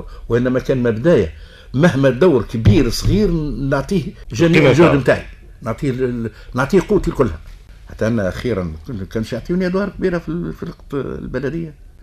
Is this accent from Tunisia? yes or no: yes; Tunis, Tunis Governorate, Tunisia; born there; moved away as an adult; now in Ezzahra, Tunisia; انا تولدت في دارنا زنقة سيدي دلة عدد 46